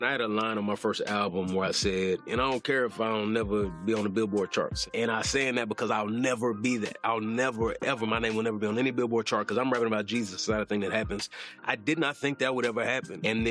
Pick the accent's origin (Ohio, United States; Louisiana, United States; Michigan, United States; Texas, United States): Texas, United States; Dallas; Yeah, I grew up in Dallas in a loving family.